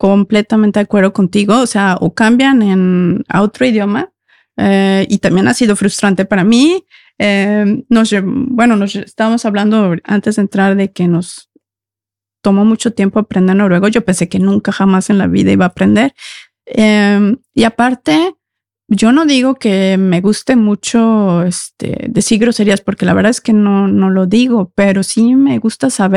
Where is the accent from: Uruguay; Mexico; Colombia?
Mexico; mi idioma es el español. Si escuchan acento, soy mexicana y bueno, ya, continuamos.